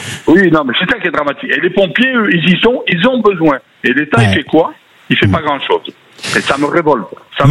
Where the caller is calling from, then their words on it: Occitanie, France; J'habite à Maine, à côté de Lédenon.